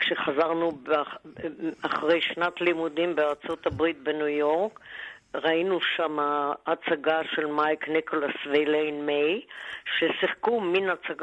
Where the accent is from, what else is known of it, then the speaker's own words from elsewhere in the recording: Tel Aviv, Tel Aviv District, Israel; כן, אני תל אביבית, נולדתי אסלית תל אביבית.